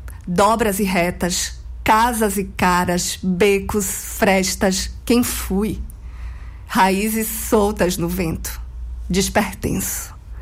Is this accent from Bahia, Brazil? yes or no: yes; Itabuna, Bahia, Brazil; now in Salvador, Brazil; E aí eu já era adolescente e morava aqui em Salvador já, porque eu morava no interior, sou de Itabuna.